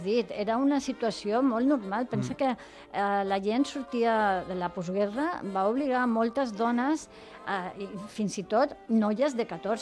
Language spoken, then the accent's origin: Catalan; Barcelona, Catalonia, Spain; primer perquè sóc de Barcelona, i jo volia que Barcelona fos un personatge més de la novel·la